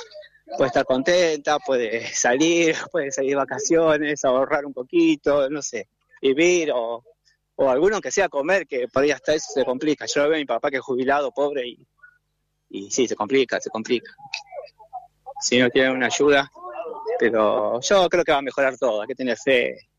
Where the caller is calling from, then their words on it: Pablo Nogués, Buenos Aires Province, Argentina; hincha de San Miguel, pero soy de Nogués.